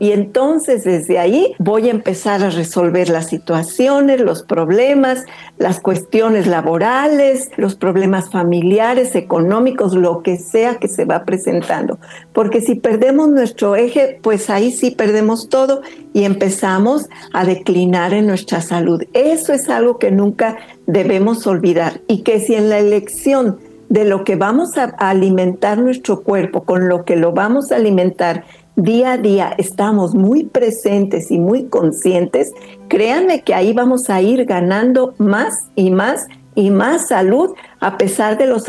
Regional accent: Jalisco, Mexico; moved away; Creo que eso es muy de mi tierra, de Jalisco

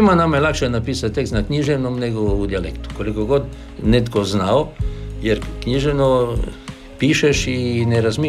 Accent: Punat, Primorje-Gorski Kotar County, Croatia

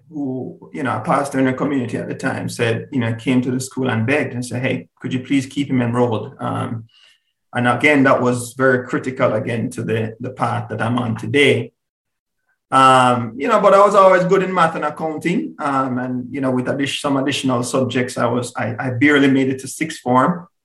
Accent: Spanish Town, Saint Catherine, Jamaica; born or raised there; moved away

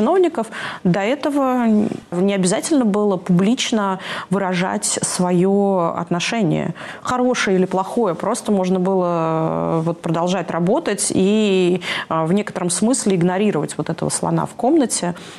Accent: Ukraine; в моем свидетельстве о рождении написано, что я украинка, угу. потому что мы, как бы, мы вообще из советской семьи

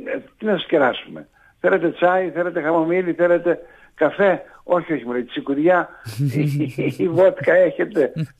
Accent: Chania, Crete, Greece; now in Athens, Greece; Λέω σε κάποιο σημείο ότι έφυγα για λίγο από τα Χανιά και η ξενιτιά, λέω, με πλάνεψε και αντί για 30 μέρες έμεινα 30 χρόνια. Στην ουσία έμεινα 40 χρόνια στην Αθήνα.

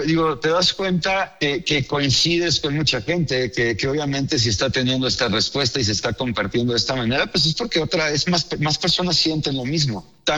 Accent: Mexico; Yo tristemente tenía tiempo que no me daban ganas de presumir que era mexicano. Y como dije en el video, tenía tiempo olvidando lo que somos los mexicanos realmente.

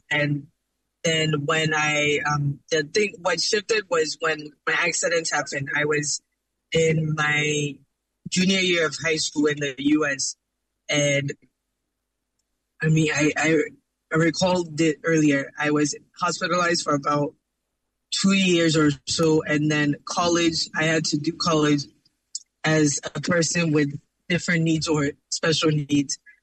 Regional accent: Kumasi, Ashanti, Ghana; So my education started in Ghana. I was raised in Kumasi.

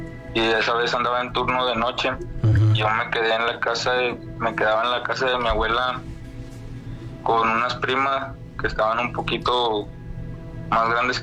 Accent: Monterrey, Nuevo León, Mexico; cuando era muy joven, tenía como unos 7, 8 años, pues yo vivía igual acá en Monterrey

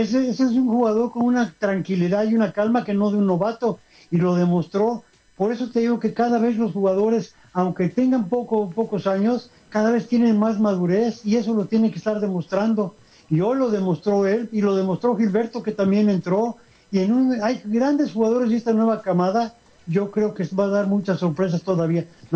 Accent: Mexico; demostramos en un momento lo que somos los mexicanos, pero lo más importante es nuestra gente.

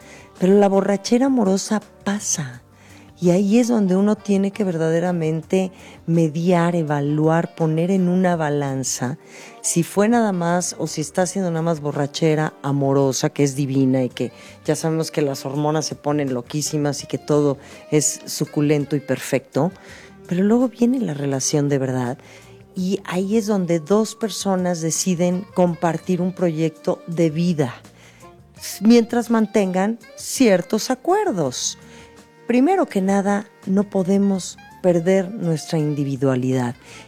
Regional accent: Mexico; que podamos seguir celebrándonos como mexicanos.

